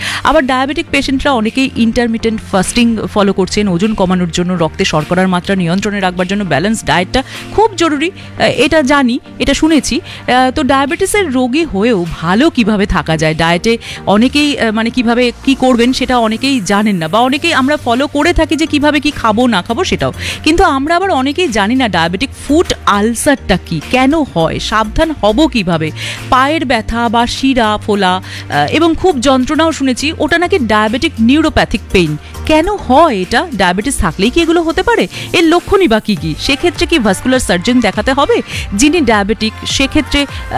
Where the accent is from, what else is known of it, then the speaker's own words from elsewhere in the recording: India; Bharatvarsha India থেকে এসেছি